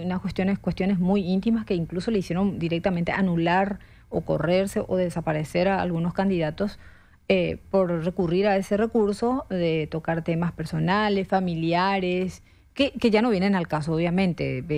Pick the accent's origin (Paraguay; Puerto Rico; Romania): Paraguay; en mi país, Paraguay